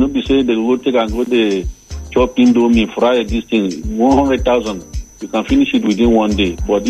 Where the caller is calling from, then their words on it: Sheka, Nigeria; I'm from Sheka. I'm calling from Sheka.